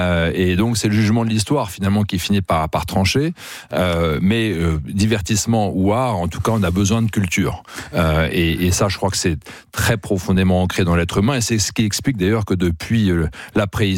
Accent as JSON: {"language": "French", "country": "France", "said": "On est français"}